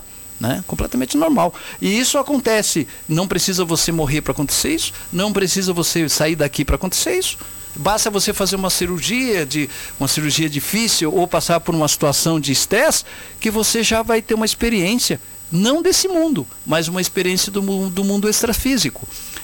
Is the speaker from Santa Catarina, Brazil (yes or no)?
yes; Lauro Müller, Santa Catarina, Brazil; now in Orleans, Brazil; eu faço parte de Orleans, eu sou cidadão orleanense, eu sou natural de Lauro Miller, mas eu estou aqui há mais de 45 anos.